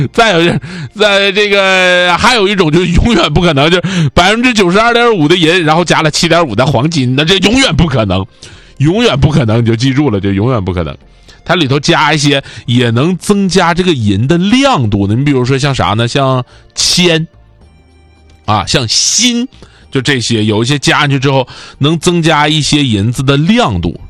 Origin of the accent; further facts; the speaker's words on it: Northeast China, China; accent: Northeastern dialect; 我们东北话这个憋度啊，我不知道南方朋友能不能听懂啊